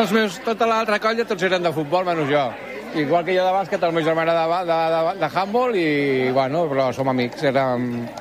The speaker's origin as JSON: {"language": "Catalan", "town": "Parets del Vallès", "region": "Catalonia", "country": "Spain", "said": "la veritat és que els que som de Parets, no? Les 24 hores són part de la nostra adolescència, de la nostra etapa de joventut."}